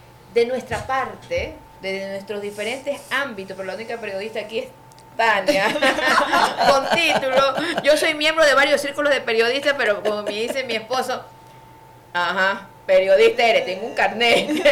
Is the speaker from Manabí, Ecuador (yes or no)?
yes; Manta, Manabí, Ecuador; lo llevamos los manabitas, que queremos ver a nuestra provincia en el sitial que corresponde. Porque yo le veo un potencial enorme. Cuando uno sale de Manta, como yo